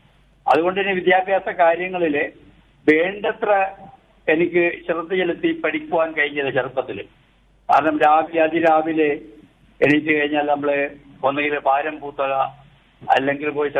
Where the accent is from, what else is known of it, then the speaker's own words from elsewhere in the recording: Purakkara, Kerala, India; born there; ഞാൻ കല്ലക്കേക്കലില് പുറാക്കര എന്നുള്ള ചേരിയില് കല്ലക്കേക്കൽ എന്ന വീട്ടിലാണ് ഞാൻ ജനിച്ചത്.